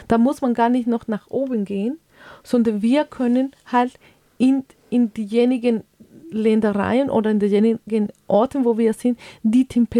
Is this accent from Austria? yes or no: no; Colombia; German is a second language; Also ich bin aus Kolumbien und mit diesen Kultur aufgewachsen